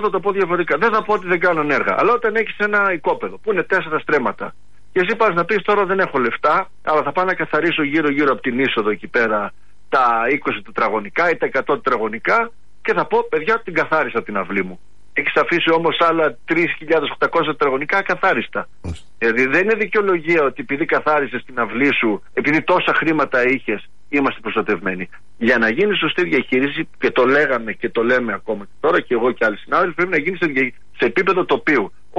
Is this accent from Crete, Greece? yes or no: no; Lemnos, North Aegean, Greece; γιατί κατάγομαι από τη Λίμνο